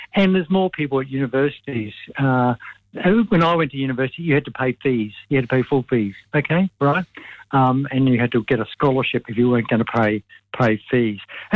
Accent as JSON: {"language": "English", "town": "Ipswich", "region": "Queensland", "country": "Australia", "tie": "born or raised there", "said": "I come from Ipswich, which is, for those who don't know where Ipswich is, it's a coal mining town 50 kilometres west of Brisbane, okay? Quite an industrial town. But when I lived in Ipswich as a young person, there was no sewage for large parts of Ipswich."}